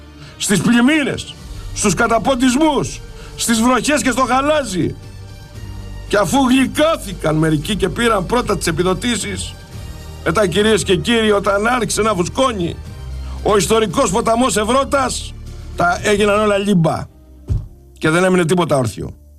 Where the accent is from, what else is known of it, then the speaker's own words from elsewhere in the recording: Sparta, Peloponnese, Greece; moved away; Ήθελα να κάνω ειδική αναφορά γιατί είναι η πατρίδα μου.